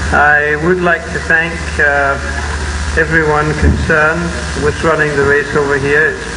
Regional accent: United Kingdom

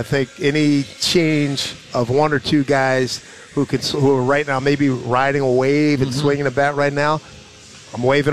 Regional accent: Philadelphia, Pennsylvania, United States; moved away as an adult; now in New York, United States; born and raised in Philly

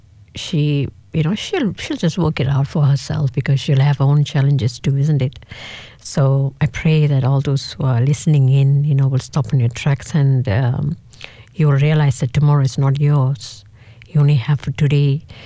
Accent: Malaysia; You know, because I'm from Malaysia, right?

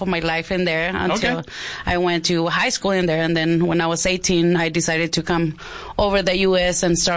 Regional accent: San Luis Río Colorado, Sonora, Mexico; English is a second language; moved away as an adult; now in United States; I'm originally from San Luis, just across the border.

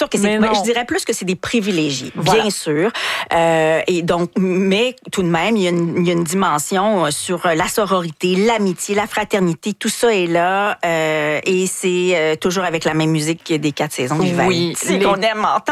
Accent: Quebec, Canada; mais si on se reconnaît, même on est du Québec, je veux dire parce que ça se passe aux États-Unis, mais je pense que le sujet est très nord-américain.

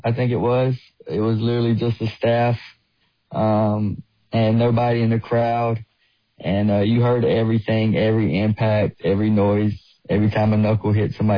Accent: Pembroke, North Carolina, United States; Yeah, I grew up in Pembroke, North Carolina. It's pretty rough. It's still rough.

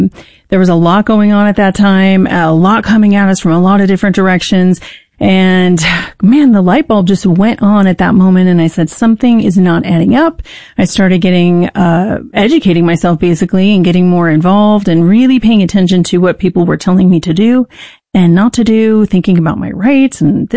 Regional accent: United States; my job as an American, as a mom, as a patriot, is to ensure not just my rights

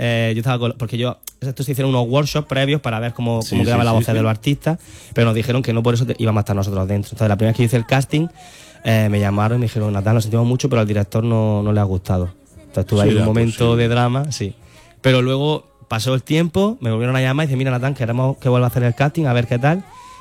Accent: Almería, Andalusia, Spain; moved away as an adult; He de decir que cuando yo me fui de Almería muy chiquitito, con 20 años me fui de aquí

